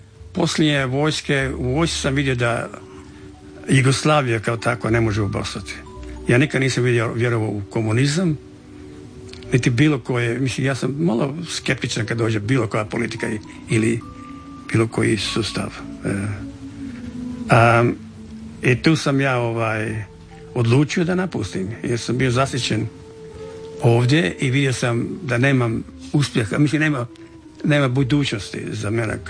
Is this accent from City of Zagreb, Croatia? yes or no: no; Čavoglave, Šibenik-Knin County, Croatia; E, kad sam došao iz Čavoglava, kao pravi vlaj, onaj, mali seljak, bio sam ko spužva.